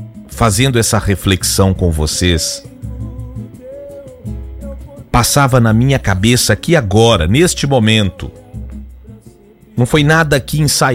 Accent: Coronel Fabriciano, Minas Gerais, Brazil; comecei a rodar Coronel Fabriciano, fui até o bairro onde eu cresci, parei na porta da casa onde nós crescemos

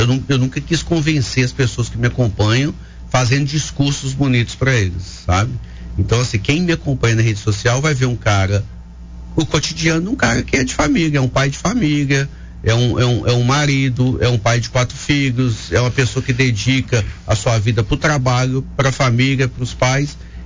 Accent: Coronel Fabriciano, Minas Gerais, Brazil; moved away as an adult; tenho 49 anos, sou de Fabriciano, sou nascido e criado em Coronel Fabriciano.

